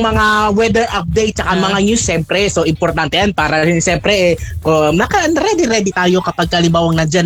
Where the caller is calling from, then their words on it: Rizal, Calabarzon, Philippines; From Quinta, Rizal.